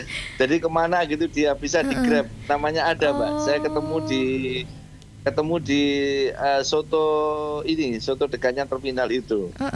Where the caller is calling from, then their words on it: Nganjuk, East Java, Indonesia; saya juga sebagai warga Nganjuk yang cinta Nganjuk, dan kita juga membayar pajak